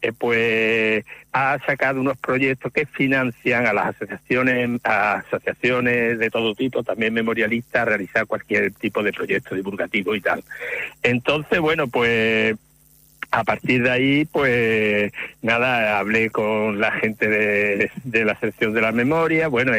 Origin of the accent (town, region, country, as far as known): Alcalá de los Gazules, Andalusia, Spain